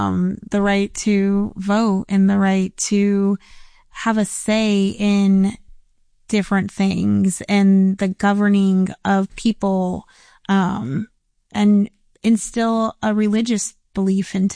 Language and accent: English; Omaha, Nebraska, United States; Yes, I'm from Omaha.